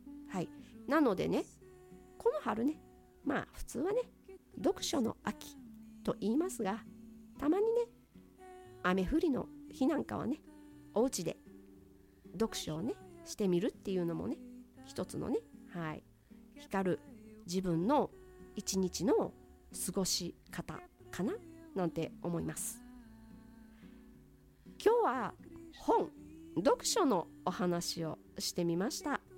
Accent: Mie, Japan; 私はまああの三重県の出身なんですけれども、

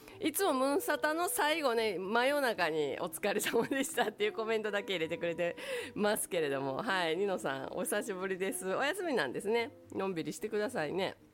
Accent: Takatsuki, Osaka, Japan; 私高槻出身でしてね、

